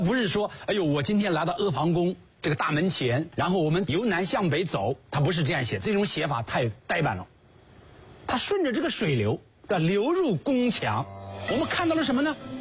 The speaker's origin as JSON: {"language": "Chinese", "country": "China", "said": "我们中国人"}